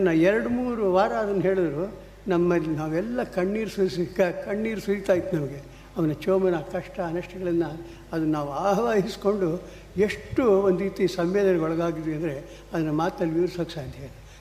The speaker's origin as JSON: {"language": "Kannada", "region": "Karnataka", "country": "India", "said": "ನಮ್ಮ ಹಳೆ ಮೈಸೂರಿನ ಸಪ್ಪೆ ಅಡುಗೆಗೆ"}